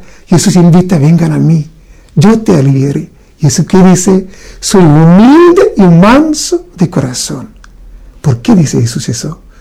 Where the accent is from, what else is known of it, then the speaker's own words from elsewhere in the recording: India; Spanish is a second language; yo soy un sacerdote de la India